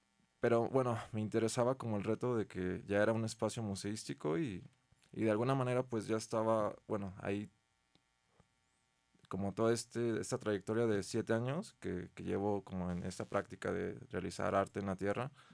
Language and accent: Spanish; Zacatecas, Mexico; also born or lived in Mexico City; La pandemia me hizo regresar a Zacatecas, a mi pueblo. Yo soy de Sustitlán.